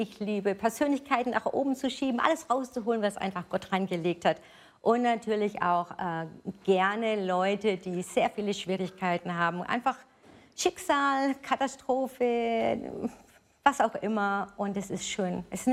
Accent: Nuremberg, Bavaria, Germany; ich komme aus Nürnberg

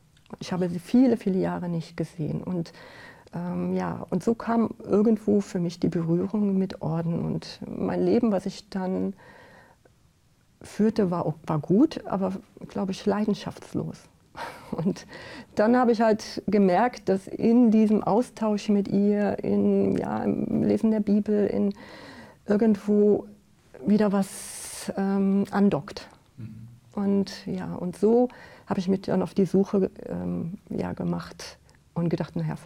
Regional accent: Germany

